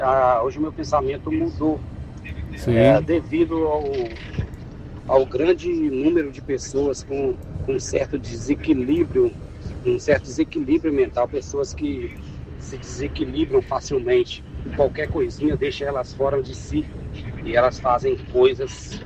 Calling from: Pouso Alegre, Minas Gerais, Brazil; Sou do Mar Gomes, aqui do bairro JK3.

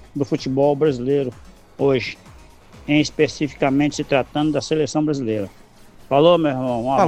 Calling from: Brazil; eu sou brasileiro.

